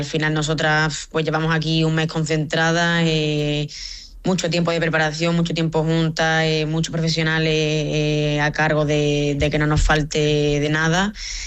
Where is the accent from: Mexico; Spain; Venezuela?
Spain; Rota, Andalusia; Rota, mi pueblo, siempre me he sentido muy, muy querida y pues a ver qué te digo, el sitio donde he nacido, donde me he criado, donde pues he ido creciendo tanto futbolísticamente como personalmente y nunca me falta apoyo de allí.